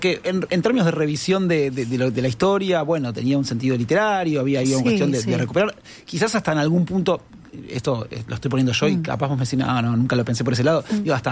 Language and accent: Spanish; Argentina; yo soy argentina